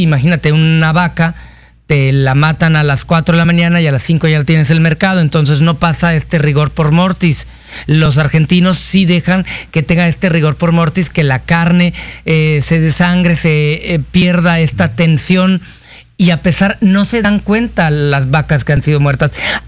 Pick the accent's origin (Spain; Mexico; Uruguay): Mexico; decimos somos mexicanos y llevamos la bandera y el nopal en el corazón